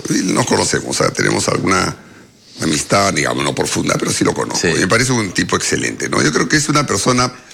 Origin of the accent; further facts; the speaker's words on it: Peru; Bueno, es que todos son peruanos, todos somos peruanos.